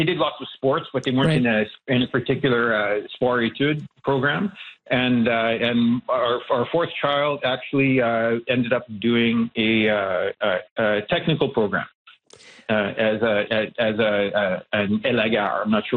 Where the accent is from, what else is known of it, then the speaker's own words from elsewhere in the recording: Saskatchewan, Canada; now in Quebec City, Canada; Well, see, my kids in my family were bilingual. I'm from Saskatchewan, so I speak to the kids in English. My wife speaks to them in French.